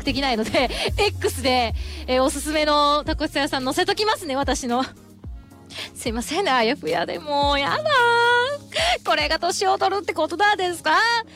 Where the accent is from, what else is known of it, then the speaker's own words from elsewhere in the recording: Okinawa, Japan; moved away; 沖縄出身のあの…です